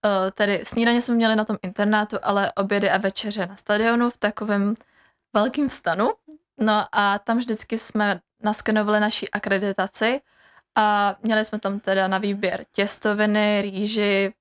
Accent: Stříbro, Plzeň Region, Czechia; Já jsem z města Stříbra.

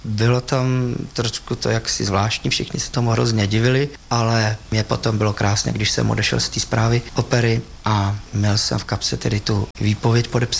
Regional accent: Bohemia, Czechia; jsme tedy přešli Češi, protože tam jsme byli Češi a Moraváci. Takže Moraváci šli do Olomouce a Češi jsme šli do Prahy.

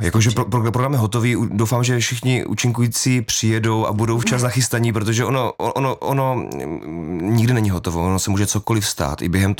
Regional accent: Moravia, Czechia; protože jak jsem Moravák, hraji v cimbalové muzice a mám rád folklor

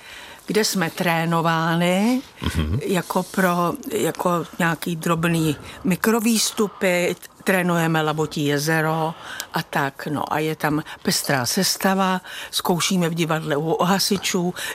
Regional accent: České Budějovice, South Bohemian Region, Czechia; Já jako dítě jsem vyrůstala v Budějovicích a tam jsme bydleli v hereckých domech u divadla

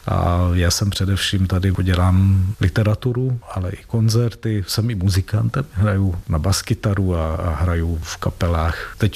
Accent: Streda nad Bodrogom, Košice Region, Slovakia; Czech is a second language; moved away as an adult; now in Prague, Czech Republic; Já pocházím ze Slovenska, z vesnice Streda nad Bodrogom, Bodrog Serdehej, což je maďarská vesnice na jihu, ještě od Košic, taková vesničko má středisková. A já jsem po maturitě v Košicích začal studovat strojnictví tady na ČVUT v Praze

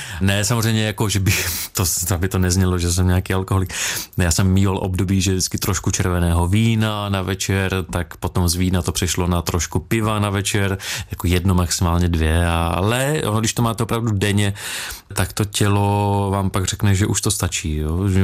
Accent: Litomyšl, Pardubice Region, Czechia; also born or lived in Frýdek-Místek / Kroměříž / Brno; now in Ostrava, Czech Republic; Já jsem se narodil ve Frýdkově Místku, takže tam jsem žil, teď žiju v Ostravě, zároveň jsem ale celé dětství vyrůstal v Litomyšli

